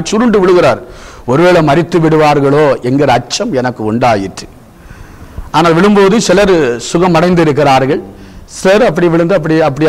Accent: Kollankode, Tamil Nadu, India; நாங்கள் இந்து குடும்பத்திலே பிறந்து வளர்ந்தவர்கள். நான் பிறக்கும்போதே இந்து குடும்பம் கொல்லங்கோடு பகுதியிலே சிறுவைபுரம் பகுதியிலே, அந்த இடத்துல எங்களுக்கு சொந்த ஒரு கோவில் உண்டு.

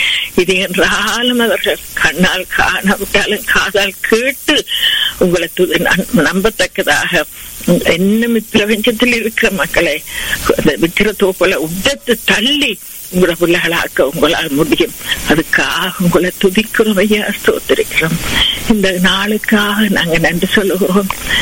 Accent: Sri Lanka; நாங்க பிறந்து வளர்ந்த தேசமாகிய இலங்கை தேசத்துக்காக, அந்த அழகிய தீவுக்காக உங்களை வருவோம்.

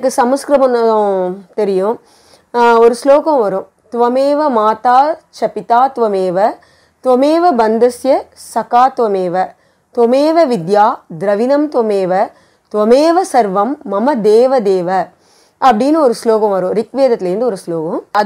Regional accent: Chennai, Tamil Nadu, India; நான் பிறந்து வளர்ந்து எல்லாமே சென்னை தான். நான் ஒரு ஆர்த்தடாக்ஸ் பிராமின் ஃபேமிலியில், ஐயங்கார் ஃபேமிலியில் நான் பிறந்தேன்.

